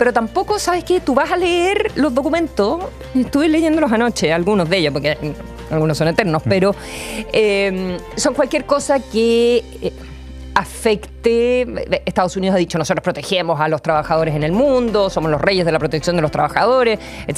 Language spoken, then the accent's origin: Spanish; Chile